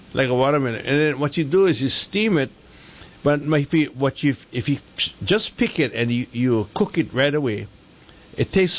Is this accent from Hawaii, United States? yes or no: yes; Hawaii, United States; So there's all these techniques that I learned as a native Hawaiian growing up in Hawaii.